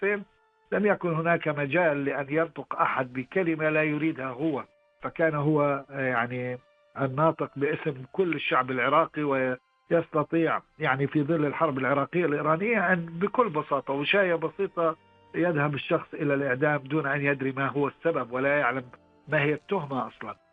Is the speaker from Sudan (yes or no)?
no; Kuwait; moved away as an adult; also born or lived in Baghdad, Iraq; أنا يعني تربيت وترعرعت بالكويت، أكملت دراستي الجامعية في جامعة بغداد صحافة وإعلام